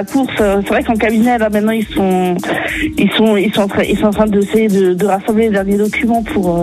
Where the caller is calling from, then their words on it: Grand Est, France; je suis d'Alsace, du Haut-Rhin exactement